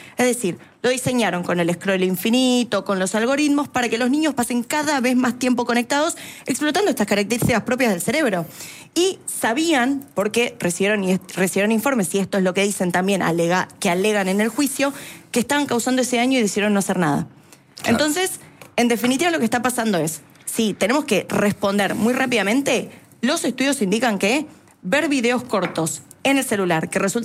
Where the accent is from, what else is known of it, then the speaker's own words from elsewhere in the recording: Argentina; nosotros como argentinos